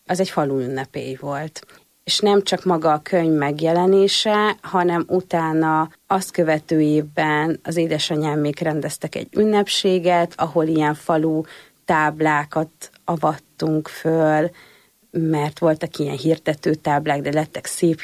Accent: Borsod-Abaúj-Zemplén, Hungary; konkrétan a mi házunk mögött nincsen kerítés, ahol felnőttem. Hát ott így kezdődik a bükk. Osztszevasz. És akkor így mész kilométereket, mire Diósgyőrbe lyukadsz ki.

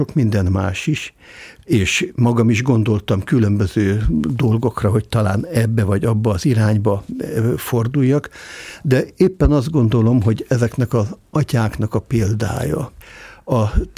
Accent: Budapest, Hungary; jelenleg az 5. generációban élünk a 8. kerületben, a tisztviselőtelepen, és ott születtem, ott nőttem föl 4 testvéremmel együtt

